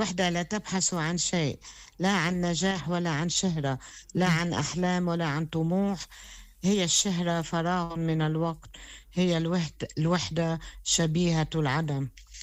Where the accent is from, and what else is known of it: Harajel, Keserwan-Jbeil, Lebanon